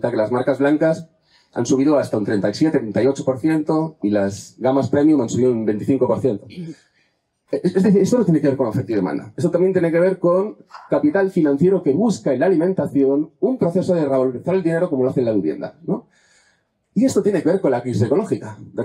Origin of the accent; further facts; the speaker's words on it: Catalonia, Spain; Yo vengo de Cataluña, para bien y para mal.